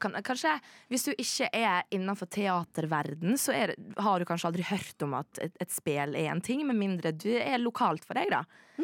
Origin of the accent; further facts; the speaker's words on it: Western Norway, Norway; now in Oslo, Norway; Og vi har jo masse fortellinger og sånn selvfølgelig ute på Vestlandet, men nå er jo dessverre jeg fra et bittelite sted som har så sykt lite kulturtilbud